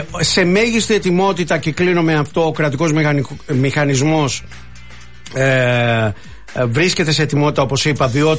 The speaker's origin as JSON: {"language": "Greek", "area": "Mani", "region": "Peloponnese", "country": "Greece", "said": "Εκεί στα μέρη μου"}